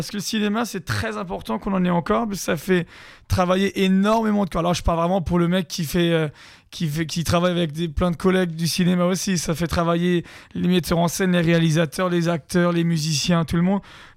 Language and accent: French; Ettendorf, Grand Est, France; je vais dire Ettendorf, parce que c'est mon village natal